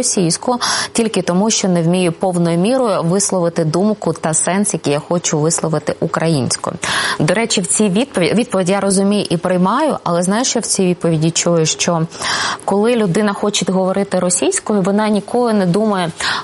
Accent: Kyiv, Ukraine; first language Russian; Ukrainian is a second language; в мене українською говорили обидва дідусі. Я виросла російськомовною дитиною в Києві в найбільш зросійщеній школі. В Києві імені Леніна, і на українську вже переходила в дорослому свідомому віці, а остаточно 100% після народження дітей

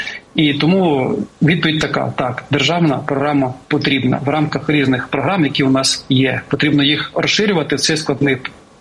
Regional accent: Cherkasy Oblast, Ukraine; І я родом із Черкащини

